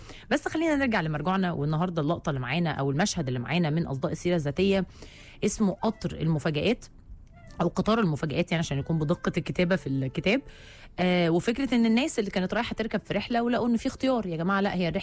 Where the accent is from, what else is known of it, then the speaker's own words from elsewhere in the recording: Egypt; عندنا في مصر